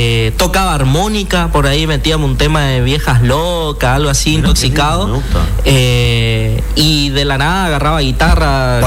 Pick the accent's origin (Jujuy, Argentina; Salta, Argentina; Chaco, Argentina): Chaco, Argentina; Villa Berthet; moved away; also born or lived in Quitilipi, Chaco; En el Chaco. Yo soy nacido en Quitilipi. Ah, y me crié en Villa Bertet.